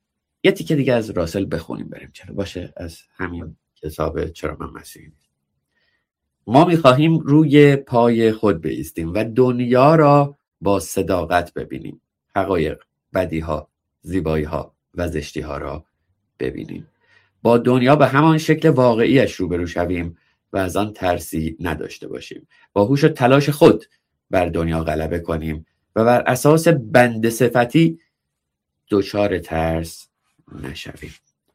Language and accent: Persian; Iran; moved away; من واقعا خوشحالم برای کسایی که چون من 20 سال پیش از ایران اومدم بیرون، کسانی که بعد از من آمدن و تجربیات زنده تری دارند از داخل ایران.